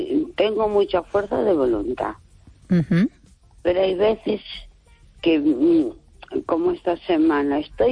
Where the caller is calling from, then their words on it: A Coruña, Galicia, Spain; Hola, buenas noches. … de Coruña.